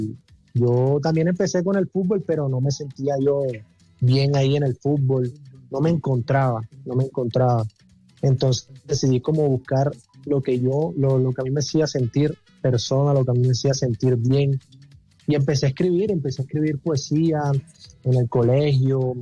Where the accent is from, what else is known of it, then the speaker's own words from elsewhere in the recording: Santa Marta, Magdalena, Colombia; born there; yo nací en Pescadito, Santa Marta, en un barrio popular en Santa Marta.